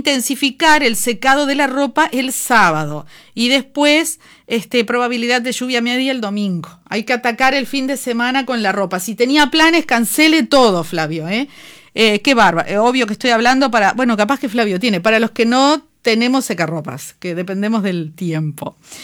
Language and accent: Spanish; Uruguay; así somos los uruguayos